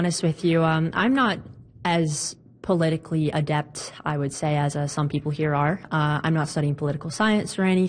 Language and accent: English; St. Mary's, Newfoundland and Labrador, Canada; I'm from Placentia St. Mary's.